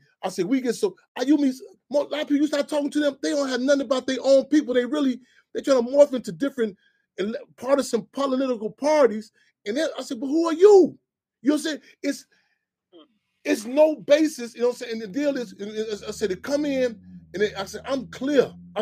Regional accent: Chicago, Illinois, United States; I'm so glad growing up in Chicago. I'm so glad I grew up in this city structure.

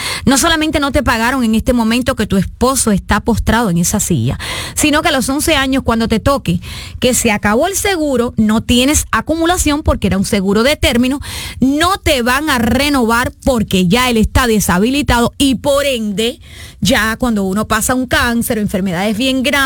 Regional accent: Cuba; moved away as an adult; porque yo soy cubana, cubana con un corazón internacional. ¿Ah? Sí, la libreta, ya se me está olvidando después de 32 años en este país, pero soy más cubana que las palmas.

